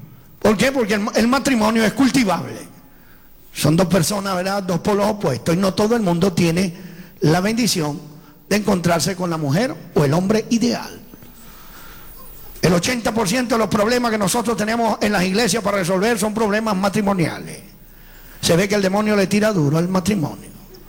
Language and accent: Spanish; Venezuela; also born or lived in Italy; now in Sacramento, United States; yo soy italiano, criado en Venezuela, como dijo el hermano, y vivimos en Sacramento, California. Tenemos 53 años de edad.